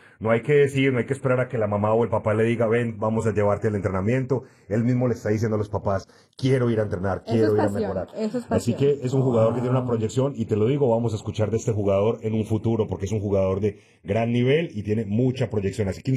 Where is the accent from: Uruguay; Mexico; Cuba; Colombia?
Colombia; a mis compatriotas. Porque te iba a decir que nuestros compatriotas, pero igual somos latinos, hermanos, estamos aquí todos. Un saludo a todos los colombianos que nos escuchan.